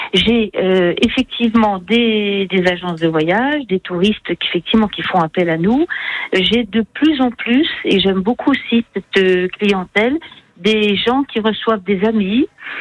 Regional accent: Dole, Bourgogne-Franche-Comté, France; moi je suis d'Auloise, je suis née à Dole, j'ai grandi à Dole

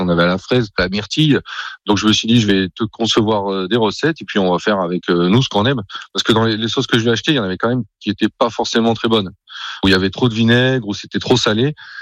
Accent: Auvergne-Rhône-Alpes, France; born there; Quand je suis attaché à l'Ardèche, je suis né ici en Ardèche.

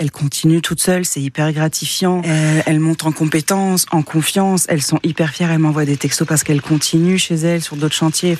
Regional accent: Tours, Centre-Val de Loire, France; je suis une Tourangelle de 42 ans

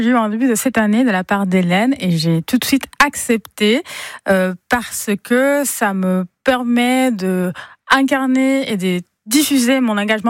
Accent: Caracas, Capital District, Venezuela; moved away as an adult; now in Strasbourg, France; On vient tous les deux de Caracas.

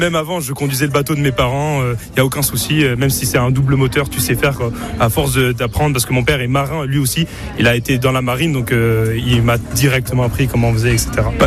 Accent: Bordeaux, Nouvelle-Aquitaine, France; j'ai 20 ans, je suis un Bordelais d'origine.

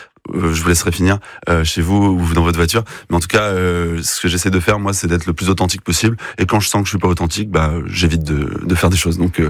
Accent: Brittany, France; j'ai eu envie de visiter ma région natale et de mieux la percevoir.

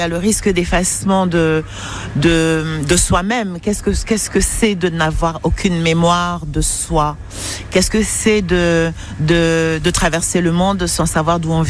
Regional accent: Douala, Littoral, Cameroon; moved away; j'ai grandi, je suis née, j'ai grandi à Douala, j'ai appris à lire là-bas

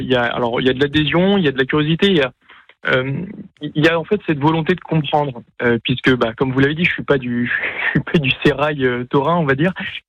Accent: Nantes, Pays de la Loire, France; je viens en plus d'une région qui n'est pas taurine. Alors on va parler de Paris, c'est sûr, mais en plus, moi, je suis originaire de Nantes. Et je vais avoir 28 ans cette année

